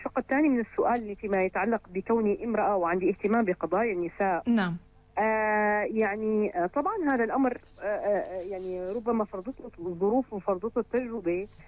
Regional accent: Syria; لنا كسوريين

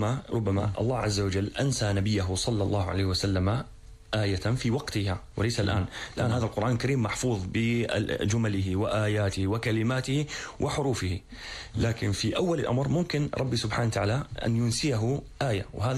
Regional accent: Syria; عندنا في سوريا

